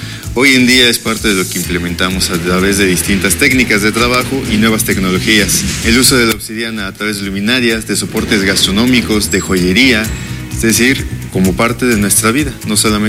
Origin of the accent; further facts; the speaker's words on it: San Martín de las Pirámides, State of Mexico, Mexico; soy de San Martín de las Pirámides, soy artesano de tercera generación